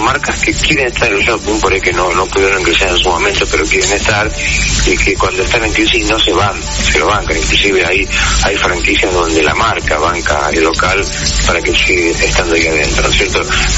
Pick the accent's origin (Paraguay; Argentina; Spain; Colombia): Argentina; Moreno, Buenos Aires Province; yo soy de provincia de Buenos Aires, de Moreno.